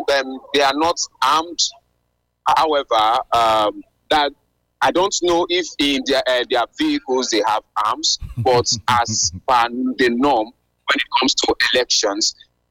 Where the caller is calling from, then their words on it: Uzare, Edo, Nigeria; I'm Uzare in Esako West Local Government Area, Edo North Senatorial District.